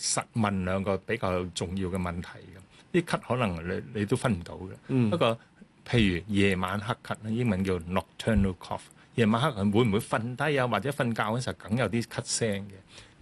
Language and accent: Cantonese; Hong Kong; 我哋香港人嘅一個概念咧